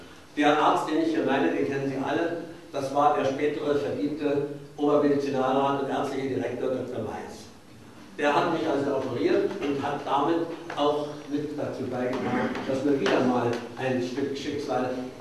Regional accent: Königsberg, Kaliningrad Oblast, Russia; Ich habe 1943 in Königsberg, meiner Heimatstadt, das Abitur gemacht

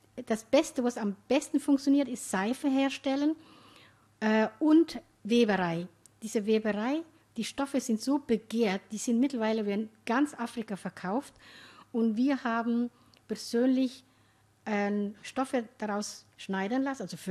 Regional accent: Somalia

